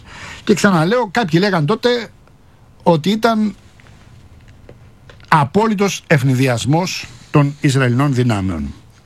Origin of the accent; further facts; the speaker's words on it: Rafina, Attica, Greece; στη Ραφίνα την πατρίδα μου.